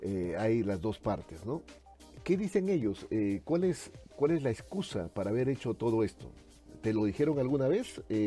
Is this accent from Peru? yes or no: yes; Peru; en mi país, en Perú